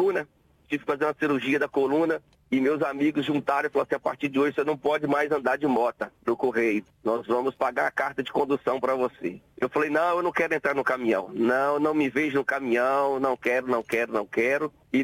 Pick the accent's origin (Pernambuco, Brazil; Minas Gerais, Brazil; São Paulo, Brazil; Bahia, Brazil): Minas Gerais, Brazil; Teófilo Otoni; Bem pertinho de BH. Eu sou de uma cidade chamada Teófilo Otônio.